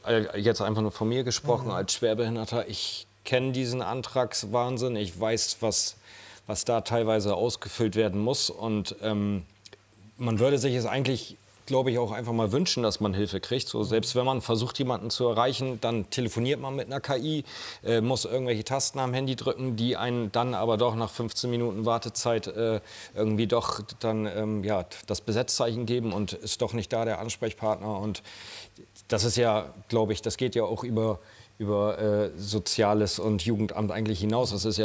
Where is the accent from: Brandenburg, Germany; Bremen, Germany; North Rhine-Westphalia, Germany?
Bremen, Germany; also ich komme ja aus Bremen